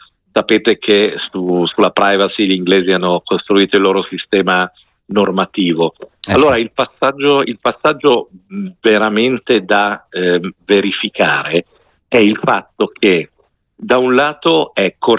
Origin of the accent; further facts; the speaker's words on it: Milan, Lombardy, Italy; io sono milanese, Milano